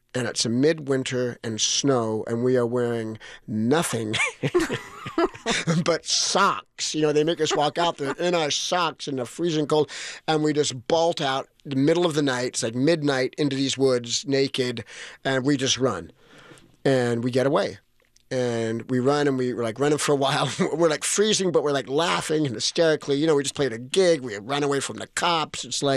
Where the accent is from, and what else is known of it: Hollywood, California, United States; born or raised there